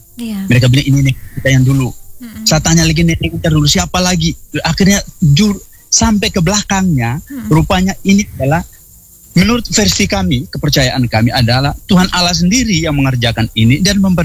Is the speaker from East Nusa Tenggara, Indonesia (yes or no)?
yes; Wolokai, East Nusa Tenggara, Indonesia; Masyarakat adat dan budaya suku Lio teristimewa kami orang Wolokai.